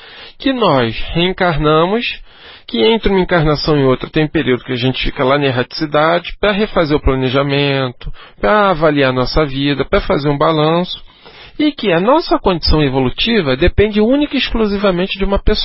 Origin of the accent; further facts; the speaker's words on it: Rio de Janeiro, Brazil; da minha terra maravilhosa que é Bangu